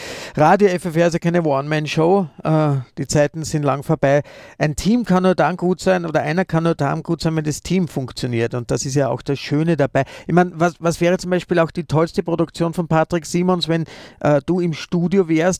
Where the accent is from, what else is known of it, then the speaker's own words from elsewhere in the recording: Austria; ich als Österreicher